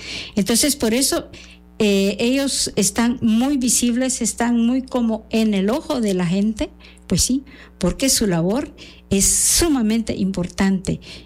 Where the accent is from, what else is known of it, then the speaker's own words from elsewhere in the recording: Guatemala; como guatemaltecos y guatemaltecas